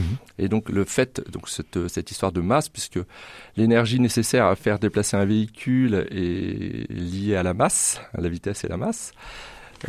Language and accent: French; France; on est français quand même